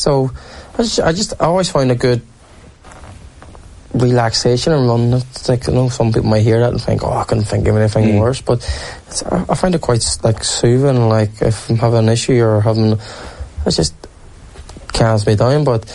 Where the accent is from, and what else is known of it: Derry, Northern Ireland, United Kingdom; born or raised there